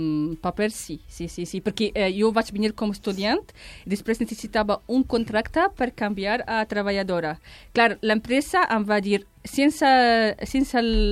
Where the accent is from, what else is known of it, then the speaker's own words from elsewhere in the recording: Oviedo, Asturias, Spain; now in Barcelona, Spain; Jo vaig venir d'Oviedo. Oviedo és una ciutat petita, és com un barri a Barcelona.